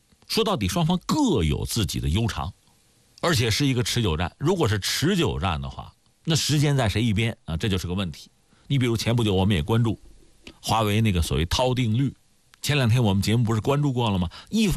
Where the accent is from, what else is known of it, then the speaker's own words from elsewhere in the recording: China; 我们中国人